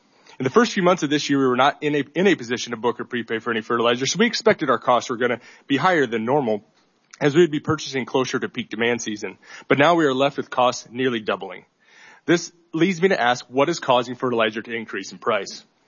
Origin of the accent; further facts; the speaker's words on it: Hamel, South Dakota, United States; I'm a farmer from Hamel, South Dakota, and president of the South Dakota Corn Growers Association.